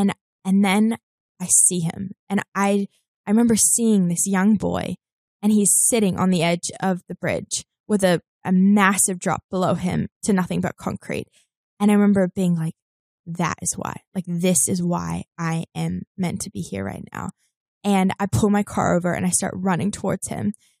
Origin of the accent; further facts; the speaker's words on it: New Zealand; moved away as an adult; now in Los Angeles, United States; So I had just several years ago, I just moved to LA. I grew up in New Zealand, moved to LA.